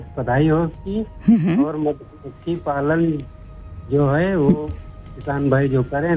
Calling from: Sitapur district, Uttar Pradesh, India; Grammar थापुर post Ramgarh चिनी जिला सीतापुर से।

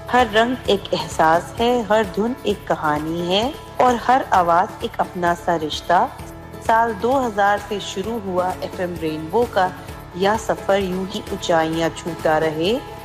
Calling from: Lucknow, Uttar Pradesh, India; और मैं लखनऊ से हूँ।

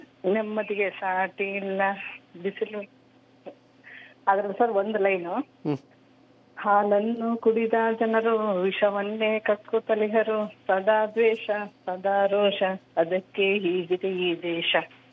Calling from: Nidige, Karnataka, India; ನಿಧಿಗೆಯಿಂದ

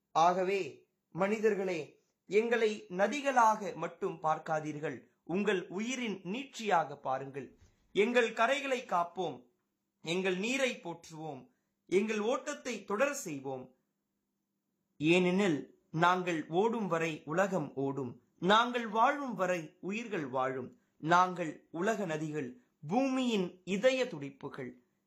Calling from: Chennai, Tamil Nadu, India; சென்னை இருக்கஞ்சேரியில் அமைந்துள்ள Don Bosco matric மேல்நிலை பள்ளியில் 12 வகுப்பு பயிலும் மாணவன் … மரியாதைக்குரிய வணக்கம்.

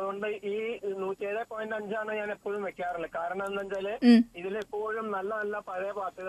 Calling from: Angamaly, Kerala, India; ഞാൻ അങ്കമാലിയിൽ നിന്നാണ് വിളിക്കുന്നത്.

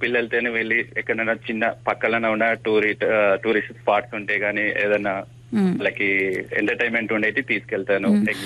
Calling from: Narsapur, Telangana, India; నేను మెదక్ నర్సాపూర్ నుండి మాట్లాడుతున్నాను.

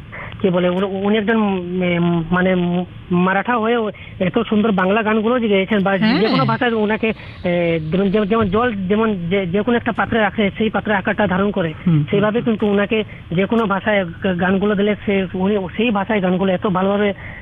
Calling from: Dharmanagar, Tripura, India; আমি ধর্মনগর থেকে

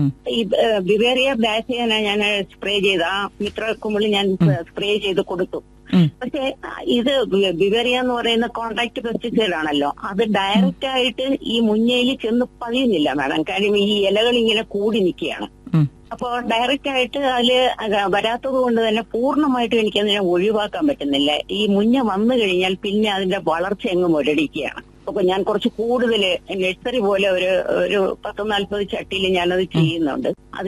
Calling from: Ulloor, Kerala, India; ഉള്ളൂരിൽ നിന്നാണ്

